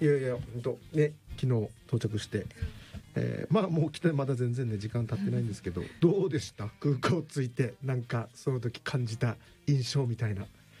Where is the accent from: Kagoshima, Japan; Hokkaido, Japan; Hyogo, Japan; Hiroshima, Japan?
Kagoshima, Japan; Amami; 僕はもともと奄美大島の出身です。で、奄美市っていうところがあんで生まれたんですけど、で小学校中学校までは島にいて、高校から鹿児島に行きました。